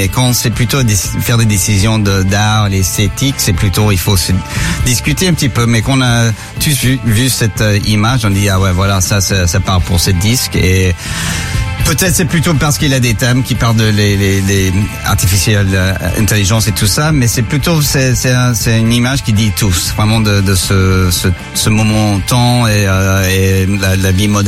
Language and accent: French; United Kingdom; first language English; French is a second language; Évidemment, anglais c'était ma première langue, mais quand je suis parti, je pouvais pas parler anglais.